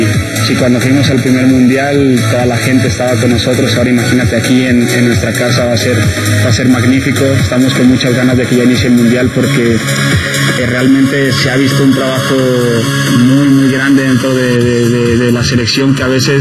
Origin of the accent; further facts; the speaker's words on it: Mexico; que al fin y al cabo soy mexicano y lo digo con mucho orgullo.